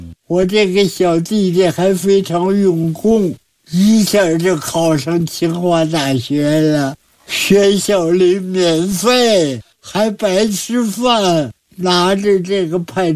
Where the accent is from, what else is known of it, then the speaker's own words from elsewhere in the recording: China; 我们作为一个中国人非常骄傲，非常自豪。